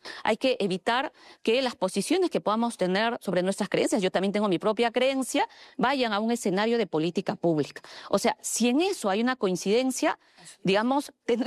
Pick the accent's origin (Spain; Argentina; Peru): Peru